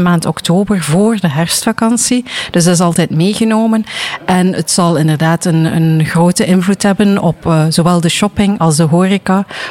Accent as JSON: {"language": "Dutch", "town": "Ostend", "region": "West Flanders", "country": "Belgium", "said": "ik ben een echte Oostendenaar en ik hou ontzettend van mijn stad."}